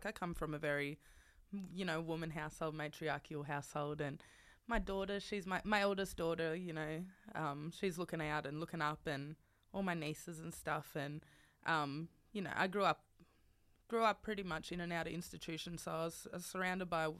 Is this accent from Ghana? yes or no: no; Sydney, New South Wales, Australia; growing up in Marylands, like where I was, you know, one of the only black fellas in school